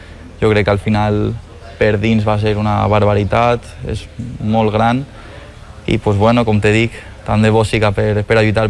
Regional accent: Valencian Community, Spain; Pues és una responsabilitat molt bonica, perquè al final estem representant a molta gent

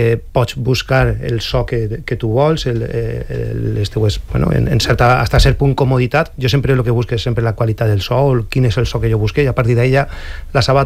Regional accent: Bétera, Valencian Community, Spain; Soc de Vétera.

